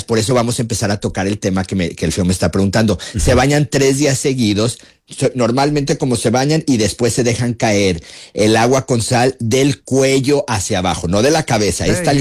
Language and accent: Spanish; Guadalajara, Jalisco, Mexico; pues soy tapatío, soy chiva de corazón. Yo ya soy de Guadalajara, Jalisco